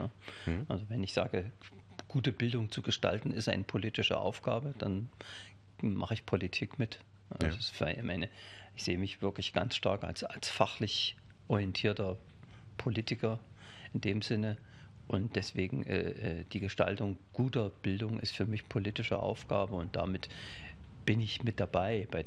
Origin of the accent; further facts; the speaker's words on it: Hirschberg, Thuringia, Germany; moved away as an adult; also born or lived in Schleiz / Jena; Also bin gebürtiger Thüringer, bin 1965 in Hirschberg an der Saale geboren, im südöstlichsten Zipfel Thüringens, kann man sagen, genau an der Grenze zwischen Bayern, Thüringen und Sachsen. Bin ja Thüringer Vogtländer